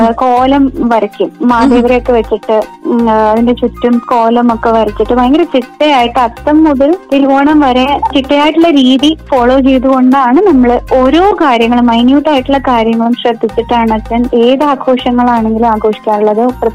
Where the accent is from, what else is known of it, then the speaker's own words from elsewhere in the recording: Koyilandy, Kerala, India; അച്ഛൻ മഞ്ചേരിയാണ് ശരിക്കും, പക്ഷെ നമ്മൾ വീട് വെച്ചത് കോഴിക്കോടാണ്, കോഴിക്കോട് കൊയിലാണ്ടിയാണ്.